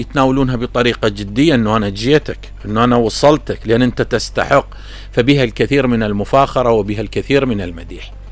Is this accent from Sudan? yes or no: no; Iraq; احنا كعراقيين